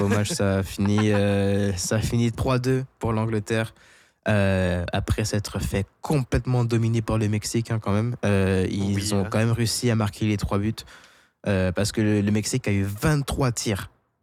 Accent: France; je suis français

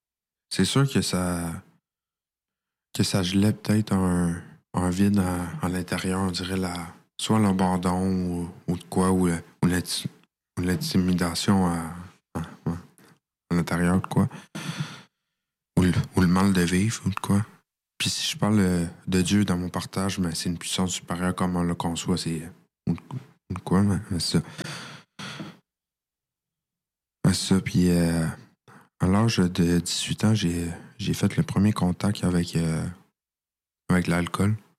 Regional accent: Quebec, Canada; Moi, je viens de la Rive-Sud de Montréal aussi.

